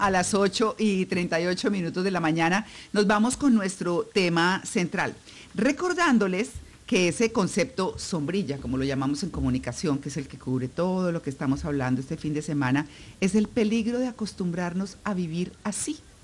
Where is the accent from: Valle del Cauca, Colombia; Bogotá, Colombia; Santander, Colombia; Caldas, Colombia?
Bogotá, Colombia; para mí, perfectos grisecitos, con lluviecita, como bogotana, pues.